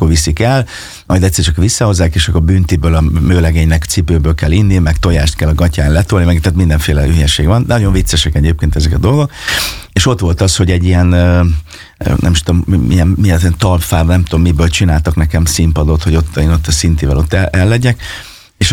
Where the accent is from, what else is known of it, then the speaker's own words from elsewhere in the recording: Fényeslitke, Szabolcs-Szatmár-Bereg, Hungary; also born or lived in Kisvárda; Hát ugye én Fényes Litkén nőttem föl, és Kisvárdán születtem